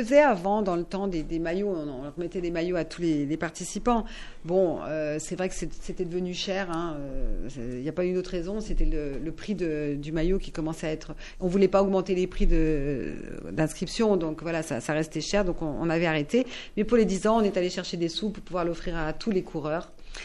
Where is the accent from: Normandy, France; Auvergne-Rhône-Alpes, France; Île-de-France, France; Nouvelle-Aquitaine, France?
Auvergne-Rhône-Alpes, France; now in Longwy, France; moi, je ne suis pas de Longwy, il faut le savoir. Moi, je suis savoyarde, mais ça fait maintenant quelques années que j'habite ici.